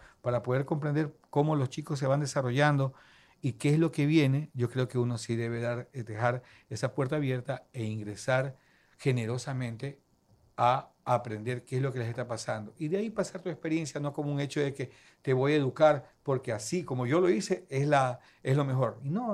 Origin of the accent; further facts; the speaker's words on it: Manabí, Ecuador; Yo soy manabita.